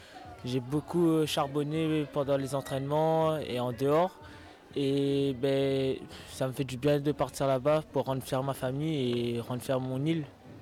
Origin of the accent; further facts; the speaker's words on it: Réunion, France; Bonjour à tous … j'ai 15 ans et je viens de La Réunion.